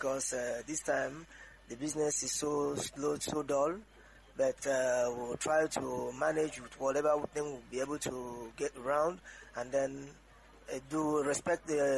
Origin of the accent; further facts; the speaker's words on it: Nigeria; I as a Nigerian, I picked interest.